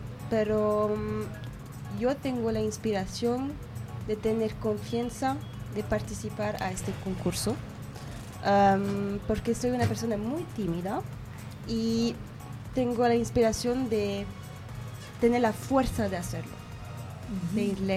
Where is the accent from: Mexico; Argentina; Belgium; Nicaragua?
Belgium; born there; Spanish is a second language; Nací en Bélgica, soy griega, pero en mi corazón soy ecuatoriana. Y desde pequeña soy ecuatoriana.